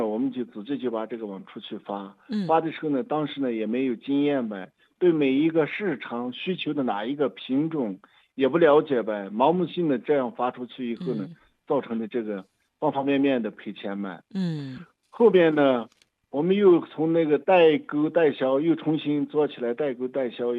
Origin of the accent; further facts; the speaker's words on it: Lintao, Gansu, China; 作为一个土生土长的临洮人